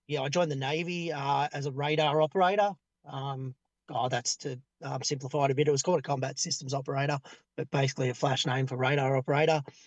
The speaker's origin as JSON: {"language": "English", "town": "Morwell", "region": "Victoria", "country": "Australia", "tie": "born or raised there", "said": "I grew up in Morwell. I spent time from the age of 5 to 25 in Morwell. I'm a Morwell Park Primary School student myself."}